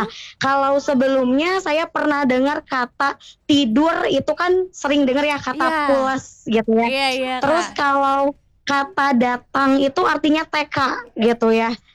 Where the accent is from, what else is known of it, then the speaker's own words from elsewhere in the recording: Bandung, West Java, Indonesia; born there; Kalau lahir sih Bandung ya Kak Gina, okay. Tapi kalau keluarga asli Jawa Tengah nih.